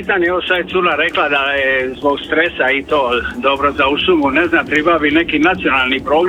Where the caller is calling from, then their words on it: Switzerland; Ja dolazim iz Švicarske i oni radu dosta na tome.